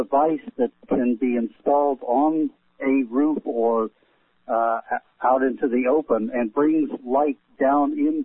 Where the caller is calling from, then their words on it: Morgan Hill, California, United States; from Morgan Hill, California.